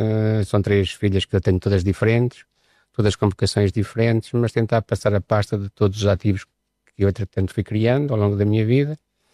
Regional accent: Pessegueiro, Aveiro, Portugal; porque nós somos aqui de Pessegueiro, e esta água do rio Voga é muito produtiva

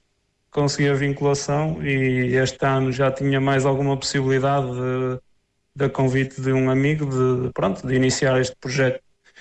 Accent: Penafiel, Norte, Portugal; moved away as an adult; Eu sou da zona do norte, sou de Nafiel, zona do Porto, trabalho em Barrancos

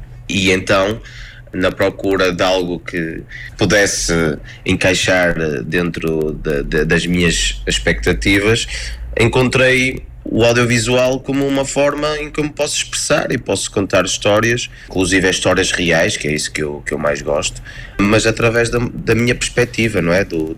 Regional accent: Barcelos, Norte, Portugal; por ser mais perto do sítio onde eu cresci, onde eu nasci, que é, eu sou natural da Uxa, que é uma freguesia do Conselho de Barcelos.

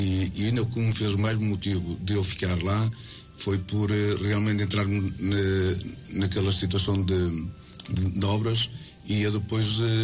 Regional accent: Portugal; Nasci e continuo em Pereira.

